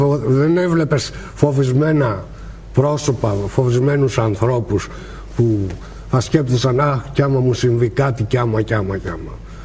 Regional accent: Greece; γιατί σαν Έλληνας κάτι έτρεχε μέσα μου.

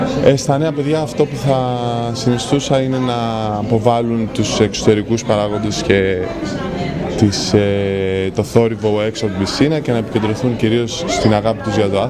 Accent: Chios, North Aegean, Greece; όπως η Χίος με παρακολουθεί, έτσι και εγώ παρακολουθώ τη Χίο. Αγαπώ πάρα πολύ τον τόπο μου.

